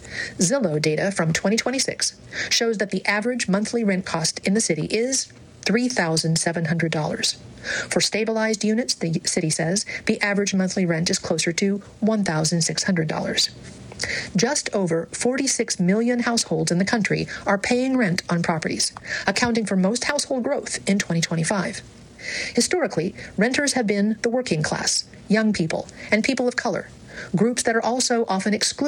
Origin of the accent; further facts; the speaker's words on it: North Carolina, United States; now in New York City, United States; my home state of North Carolina